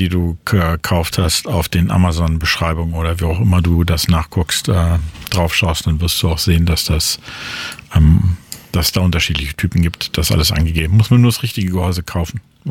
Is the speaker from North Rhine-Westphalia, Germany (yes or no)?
no; Braunschweig, Lower Saxony, Germany; also born or lived in Darmstadt; ich bin halt aus Braunschweig hergekommen, da war noch nicht viel los. Und ich habe halt ein paar Jahre in Darmstadt studiert